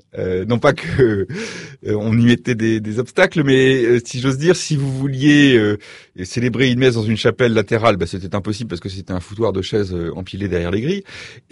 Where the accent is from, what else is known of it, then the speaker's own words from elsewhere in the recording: Paris, Île-de-France, France; nous, les Parisiens, je suis sur Radio Notre-Dame et je suis parisien moi-même